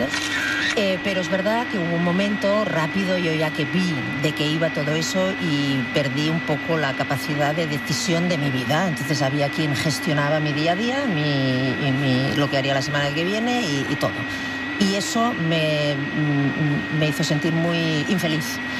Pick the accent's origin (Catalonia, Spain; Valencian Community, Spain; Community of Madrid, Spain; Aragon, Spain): Catalonia, Spain; Pero es porque yo dije que como catalán no había pareja... No, esto dije. No había pareja más catalana que la nuestra.